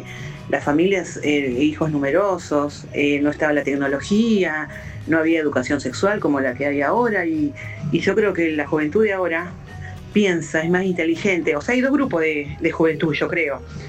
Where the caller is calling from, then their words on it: Buenos Aires, Argentina; de Lugano.